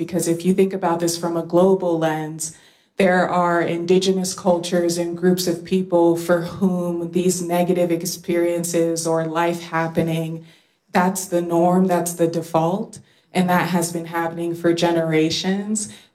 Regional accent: Guinea; So I'm West African in origin. I'm from Guinea.

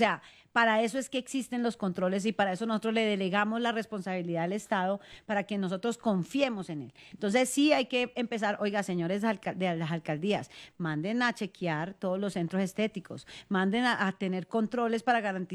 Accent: Cali, Valle del Cauca, Colombia; Como buena caleña. Valle

